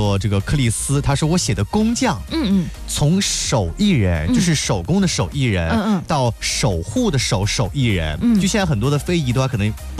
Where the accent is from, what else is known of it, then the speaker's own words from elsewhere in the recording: Jiangsu, China; moved away as an adult; now in Shandong, China; 我们江苏那边，我早先的吃火锅是不吃芝麻酱的，麻酱就是搓的麻酱。 来山东之后发现麻酱还有这个芝麻酱的